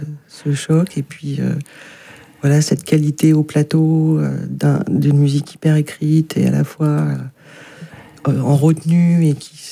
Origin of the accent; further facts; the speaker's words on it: Le Mans, Pays de la Loire, France; J'ai grandi au Mans